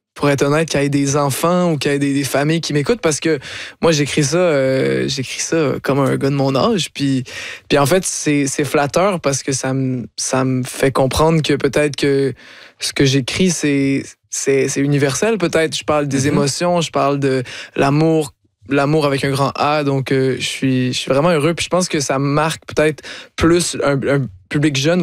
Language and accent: French; Quebec, Canada; je suis fier d'être québécois